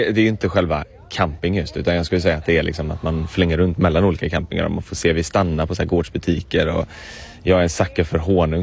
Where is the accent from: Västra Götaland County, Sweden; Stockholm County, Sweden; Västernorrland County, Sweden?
Västra Götaland County, Sweden; Gothenburg; Ja, men också hemma i Göteborg så är det, du vet, det är väldigt mycket berg och sådär. Det är väldigt platt här nere.